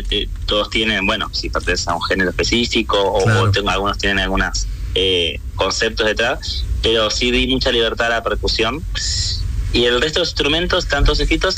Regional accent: Argentina

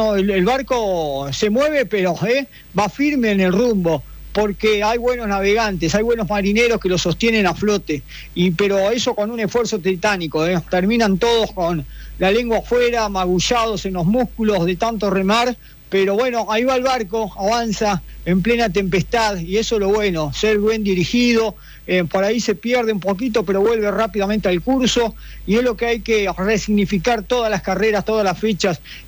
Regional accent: Argentina; como buenos argentinos que somos

